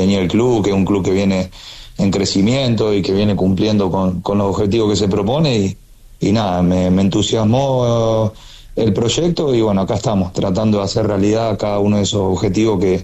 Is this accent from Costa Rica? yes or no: no; Argentina; now in Asunción, Paraguay; siendo argentino